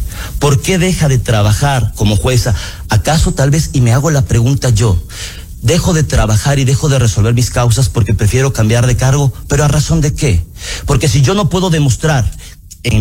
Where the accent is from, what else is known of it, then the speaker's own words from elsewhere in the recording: Ecuador; yo como ciudadano ecuatoriano